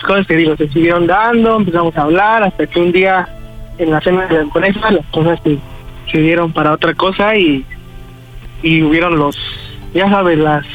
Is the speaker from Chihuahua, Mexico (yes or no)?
no; Ixtapaluca, State of Mexico, Mexico; Hola, soy de Ixtapaluca, en el Estado de México, y tengo 26 años.